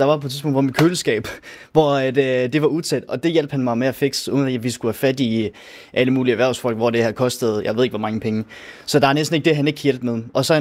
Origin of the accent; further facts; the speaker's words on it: Hvalpsund, North Denmark Region, Denmark; moved away as an adult; now in Hobro, Denmark; jeg kommer fra Hvalpsund af, så jeg kommer altså ikke fra hverken Mariefjord Kommune af, eller fra Hobro af. Jeg kommer altså udefra